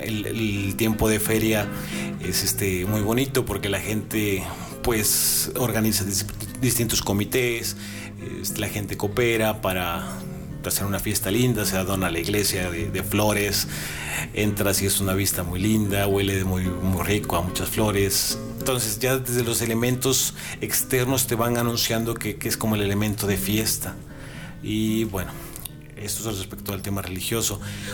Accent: Tepanco de López, Puebla, Mexico; en la cabecera de donde yo soy, en Tepanco

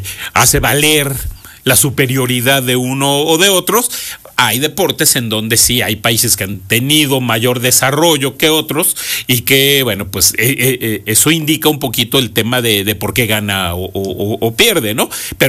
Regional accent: Mexico; Incluso nosotros como mexicanos deberíamos entenderlo

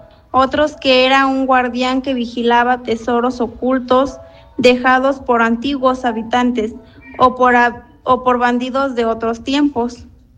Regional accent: Mexico; soy originaria de Santa Cilia Clavijero, tengo 24 años

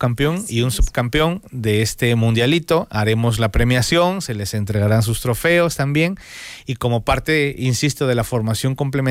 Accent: Puebla, Mexico; como mexicanos, como poblanos, también aquí mixtecos

